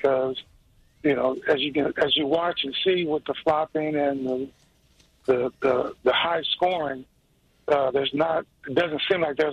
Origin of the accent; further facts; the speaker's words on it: Bakersfield, California, United States; because I was at home as well, because I grew up in Bakersfield, California